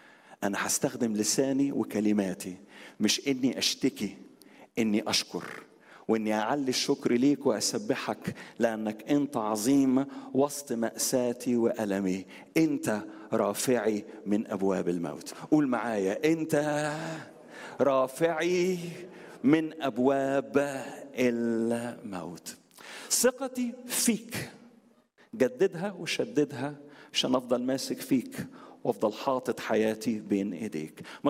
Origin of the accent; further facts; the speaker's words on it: Alexandria, Alexandria Governorate, Egypt; عندنا في اسكندرية في سيدي بشر